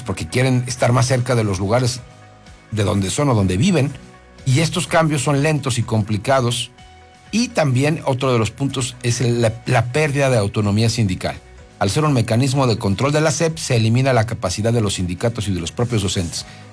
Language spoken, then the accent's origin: Spanish; Mexico; como mexicano lo siento